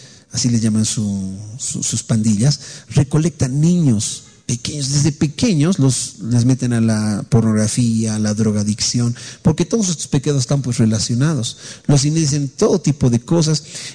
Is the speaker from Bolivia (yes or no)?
yes; Bolivia; Si somos los mismos bolivianos